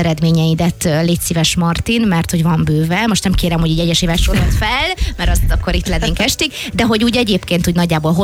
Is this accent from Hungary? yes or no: yes; Dunaharaszti, Pest, Hungary; én Dunaharasztin nőttem fel még ilyen kis picit totyogósként